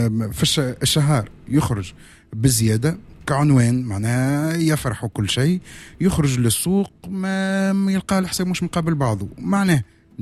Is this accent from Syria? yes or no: no; Tunisia; عندنا في تونس